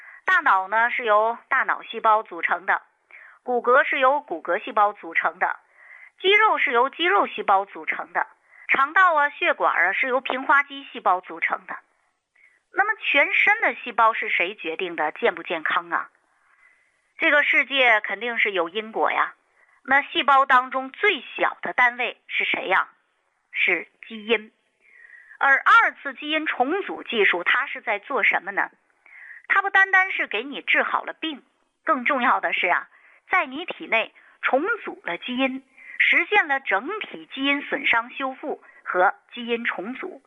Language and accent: Chinese; China; 因为我的祖国是中国，我是中国人，黄种人，祖国培养了我，我就要报效祖国。